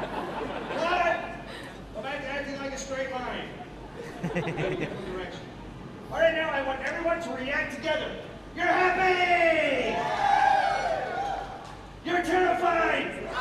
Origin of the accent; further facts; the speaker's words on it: Michigan, United States; You're from Michigan, so am I.